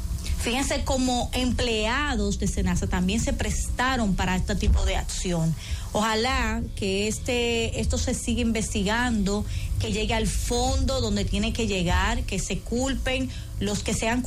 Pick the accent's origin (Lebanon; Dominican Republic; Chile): Dominican Republic